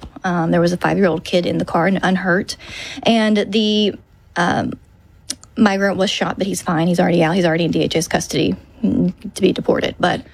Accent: Arkansas, United States; Like, I grew up in Arkansas, so we're not surrounded by water.

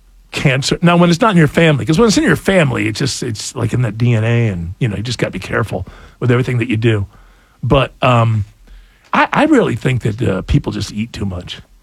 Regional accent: United States; Well, I'm an American

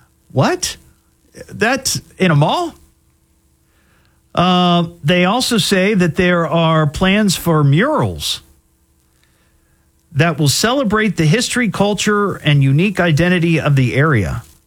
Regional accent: Beavercreek, Ohio, United States; I grew up in Beaver Creek

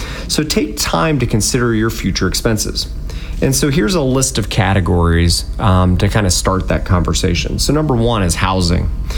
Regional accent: Dayton, Ohio, United States; we're actually from Dayton.

